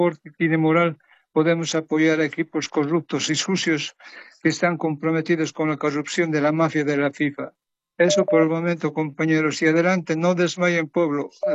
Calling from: Sweden; Estoy llamando desde Suecia

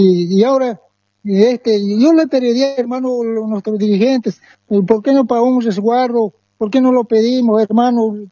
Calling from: Beni, Bolivia; te llamo del departamento de Beni

